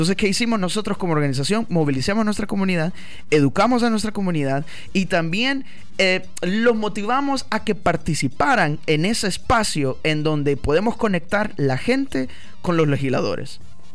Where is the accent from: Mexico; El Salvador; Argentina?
El Salvador; now in United States; Yo soy de El Salvador.